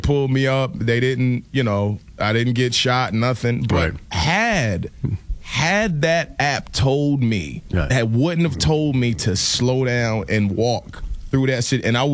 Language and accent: English; the South, United States; I say, I'm from the South. I say, yes, ma'am, no, sir, all of that stuff.